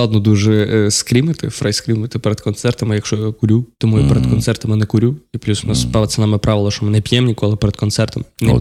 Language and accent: Ukrainian; Boryslav, Lviv Oblast, Ukraine; Так, я родом з Борислава.